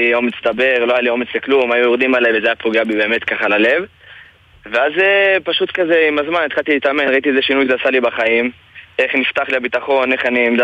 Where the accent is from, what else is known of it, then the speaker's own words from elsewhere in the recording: Jerusalem, Jerusalem District, Israel; כאילו יש לי לקוח מחיפה, כאילו אני מירושלים.